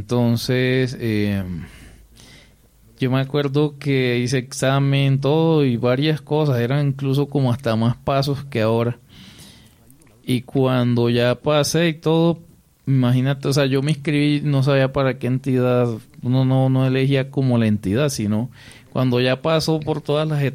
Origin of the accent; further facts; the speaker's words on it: Arjona, Bolívar, Colombia; yo soy de Arjona, Bolívar, yo iba desplazándome de Arjona hacia Cartagena para la universidad